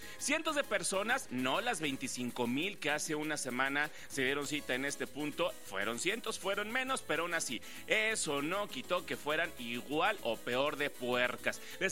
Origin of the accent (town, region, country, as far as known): San Luis Potosí, Mexico